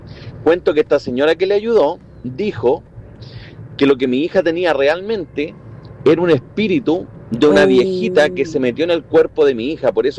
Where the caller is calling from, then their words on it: Curicó, Maule, Chile; nos vinimos a Curicó.